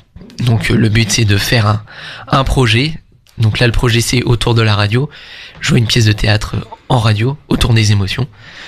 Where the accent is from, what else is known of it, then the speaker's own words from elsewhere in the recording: France; en tant que français